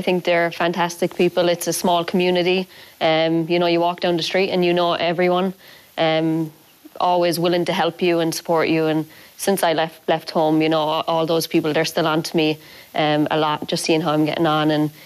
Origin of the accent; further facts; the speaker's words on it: Cork, Munster, Ireland; moved away; growing up here, growing up in Knocknaheeny